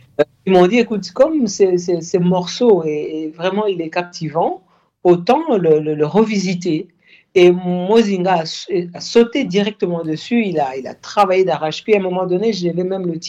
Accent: DR Congo; Là-bas, chez nous, au Congo, en RDC

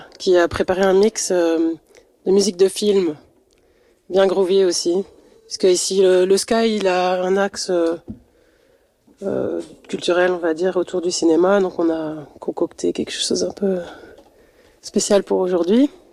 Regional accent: Strasbourg, Grand Est, France; now in Brussels, Belgium; Mais ça fait 20 ans que je suis là. Je passe le cap que je suis plus résidente belge que française.

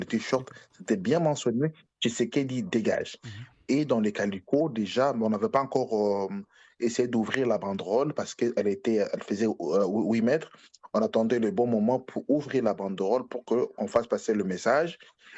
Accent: DR Congo; on est Congolais jusqu'à la mort.

